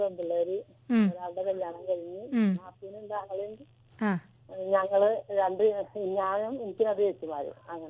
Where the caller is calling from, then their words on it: Kochi, Kerala, India; വീട് കാക്കനാട.